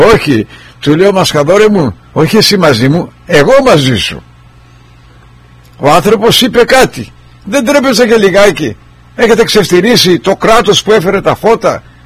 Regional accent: Argostoli, Ionian Islands, Greece; είμαι Κεφαλονίτης Αργοστολιώτης

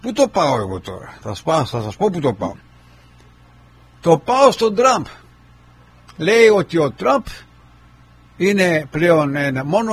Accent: Kefalonia, Ionian Islands, Greece; Εγώ είμαι κεφαλονίτης.

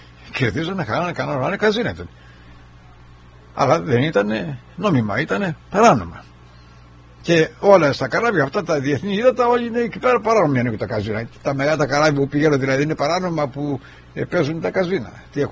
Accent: Kefalonia, Ionian Islands, Greece; born there; στο νησί μου

